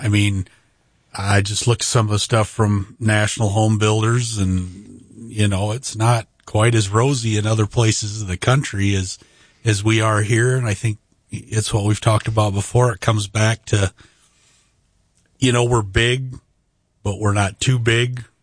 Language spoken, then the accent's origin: English; Minnesota, United States; now in Sioux Falls, United States; Sioux Falls, obviously I didn't grow up here. I grew up in Southwest Minnesota, but close to Sioux Falls